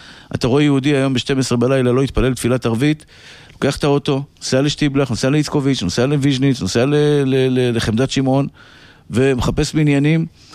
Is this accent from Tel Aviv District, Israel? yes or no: yes; Bnei Brak, Tel Aviv District, Israel; born or raised there